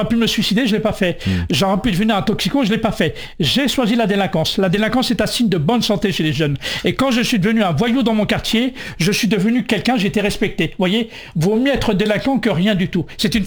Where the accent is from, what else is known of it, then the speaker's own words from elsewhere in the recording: France; born there; Parce qu'avant, j'étais que algérien. Pourtant, je suis né en France.